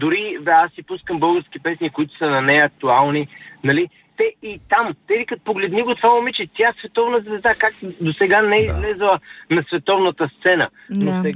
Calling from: London, United Kingdom; съм от Лондон.

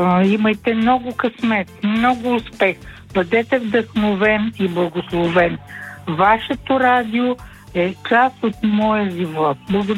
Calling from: Sofia, Sofia City, Bulgaria; обаждам се от София.

